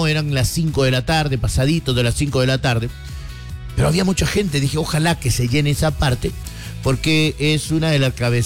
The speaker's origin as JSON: {"language": "Spanish", "town": "Guatemala City", "region": "Guatemala Department", "country": "Guatemala", "tie": "born or raised there", "said": "vivimos muy cerca, crecimos allí en Caminal Juyú, ahí crecimos y nos conocemos los atajos, nos conocemos las calles"}